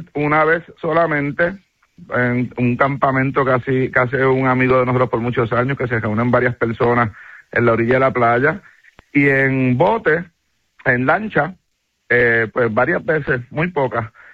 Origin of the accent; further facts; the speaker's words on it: Cabo Rojo, Puerto Rico; also born or lived in Mayagüez; De toda la vida. Nací en el hospital de Mayagüez y tan pronto le dieron de alta a mi mamá, pues regresé a Cabo Rojo.